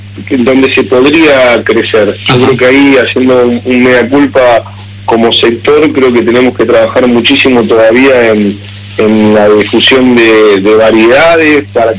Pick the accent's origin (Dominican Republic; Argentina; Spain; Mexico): Argentina